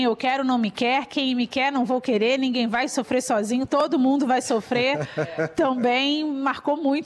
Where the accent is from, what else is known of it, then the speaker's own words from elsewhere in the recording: Volta Redonda, Rio de Janeiro, Brazil; eu sou de Volta Redonda, então eu ouvi muito rádio na vida